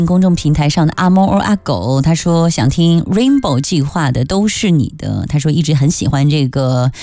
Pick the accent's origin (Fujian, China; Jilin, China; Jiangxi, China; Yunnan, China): Fujian, China; Fuzhou; 这是我们福州人在做的一个彩虹计划